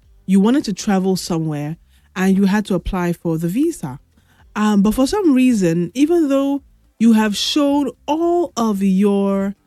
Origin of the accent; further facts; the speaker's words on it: Nigeria; As a Nigerian